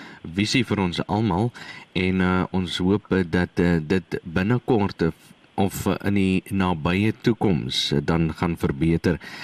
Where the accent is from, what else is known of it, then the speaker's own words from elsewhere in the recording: Namibia; iemand op wie ons regtig waar as Namibiërs kan trots wees